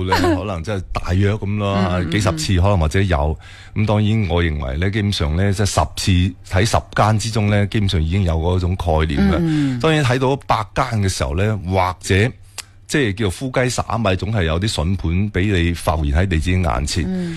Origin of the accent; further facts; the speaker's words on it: Foshan, Guangdong, China; 我哋佛山人